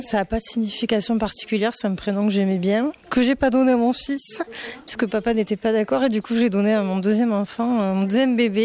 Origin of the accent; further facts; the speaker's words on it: Argelès-Gazost, Occitanie, France; Parce que moi, déjà, personnellement, j'habite pas loin. Enfin, je suis d'Argelès.